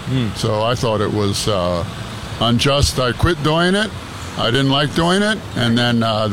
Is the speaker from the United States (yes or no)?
yes; Tucson, Arizona, United States; I'm from Tucson.